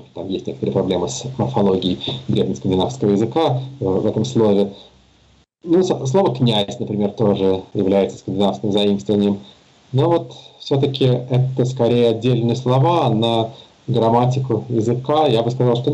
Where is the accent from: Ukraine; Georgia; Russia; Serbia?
Serbia; first language Serbian; Russian is a second language; естественно, понимаю все, что говорится по-хорватски, по-боснийски, по-черногорски, да, считая при этом, что мой родной язык сербский.